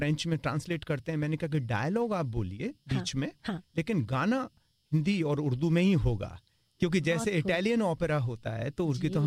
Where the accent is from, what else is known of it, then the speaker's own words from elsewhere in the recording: Delhi, India; also born or lived in Samai; चूंकि मैं गांव में पैदा हुआ, छप्पर के नीचे दाई ने पैदा करवाया हमारे सामई गांव में, लेकिन फिर क्योंकि बाबूजी दिल्ली आए तो उनके साथ साथ मैं भी दिल्ली आया।